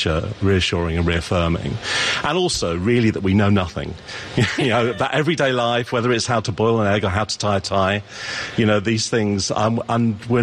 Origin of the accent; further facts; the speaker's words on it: England, United Kingdom; I grew up in England, did not grow up with proms, and now it's a global thing.